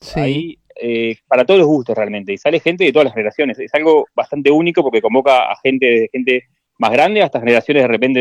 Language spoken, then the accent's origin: Spanish; Ciudad de la Costa, Canelones, Uruguay; also born or lived in Montevideo; yo nací en Montevideo, pero viví casi toda la vida en Ciudad de la Costa, que es una ciudad balnearia